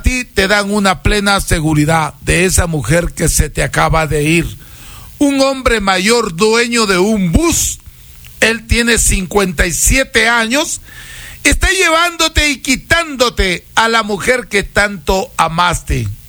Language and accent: Spanish; Peru; soy maestro curador peruano, soy chamán de los de verdad.